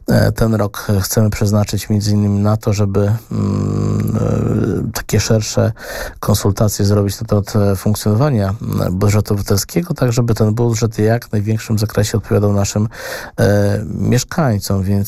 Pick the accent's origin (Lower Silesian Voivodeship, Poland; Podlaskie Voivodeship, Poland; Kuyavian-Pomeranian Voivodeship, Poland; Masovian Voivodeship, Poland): Podlaskie Voivodeship, Poland; Łomża; u nas w Łomży